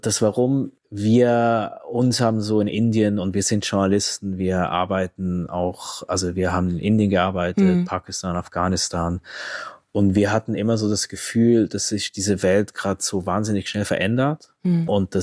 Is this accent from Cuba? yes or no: no; Switzerland; ich bin auch Schweizer